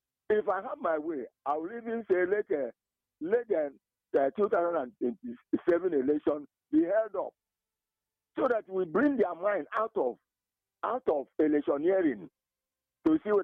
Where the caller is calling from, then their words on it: Kosovo; I'm calling you from Kosovo.